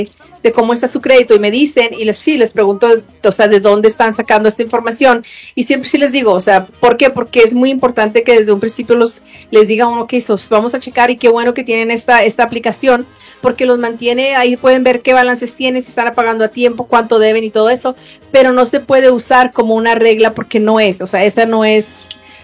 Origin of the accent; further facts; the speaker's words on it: Casas Grandes, Chihuahua, Mexico; Soy de Casas Grandes.